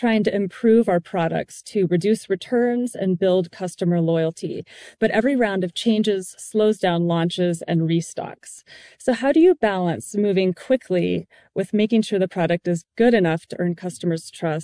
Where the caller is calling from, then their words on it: Salt Lake City, Utah, United States; from Salt Lake City, and I'm the founder of Blackstrad Concert Attire